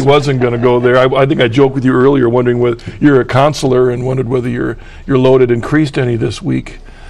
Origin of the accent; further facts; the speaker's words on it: Ohio, United States; I'm from Ohio